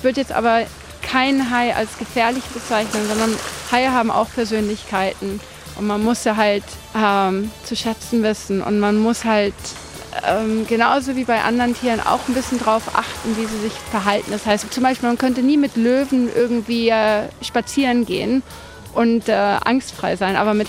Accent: Spain; moved away as an adult; also born or lived in Austria; meine Mutter ist Deutsche, mein Vater ist Spanier. Wir sind in Spanien halt aufgewachsen. Mein Bruder und ich sind aber auf die deutsche Schule gegangen in Spanien. Und ich habe dann im Endeffekt in Österreich studiert

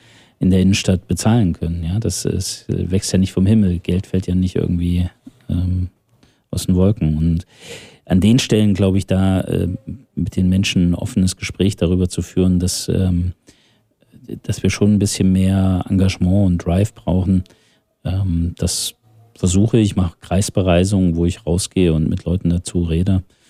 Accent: Thuringia, Germany; dass uns manchmal als Thüringer der eigene Bauchnabel genug ist.

